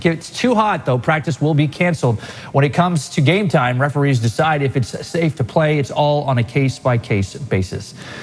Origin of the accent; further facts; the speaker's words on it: New England, United States; You know, I grew up in New England a little bit, yeah.